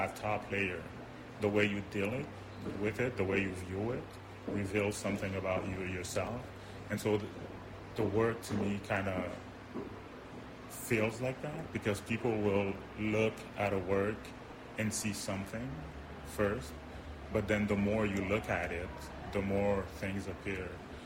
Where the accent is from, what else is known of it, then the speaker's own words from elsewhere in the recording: Montreal, Quebec, Canada; also born or lived in Haiti / Queens, New York, United States; And so I was born in Haiti, but brought up in Montreal and in Queens, New York. So to me, the aspect of identity is not really clear.